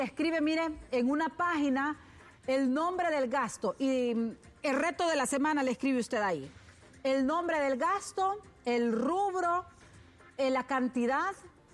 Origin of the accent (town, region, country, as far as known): Honduras